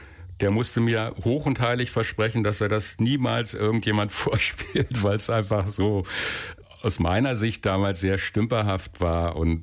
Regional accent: Berlin, Germany; ich bin auch hier geboren, einer der wenigen in meinem Umfeld, die hier in Berlin geboren sind.

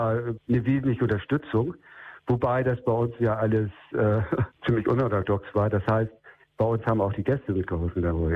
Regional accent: Hooge, Schleswig-Holstein, Germany; Muss man sagen, ich als Kind auf Hooge habe auch viel mitgearbeitet erstmal.

